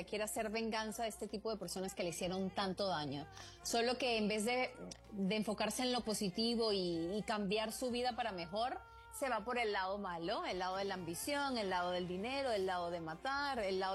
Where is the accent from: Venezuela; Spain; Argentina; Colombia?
Venezuela; moved away as an adult; now in Mexico; Wow, trabajando en México ya son 9 años y la verdad que muy agradecida con tu país, un país hermano pues del mío, yo soy venezolana.